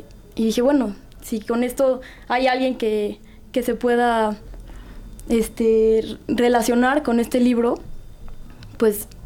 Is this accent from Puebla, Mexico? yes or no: yes; Puebla, Mexico; Vive en Puebla, somos todos de Puebla.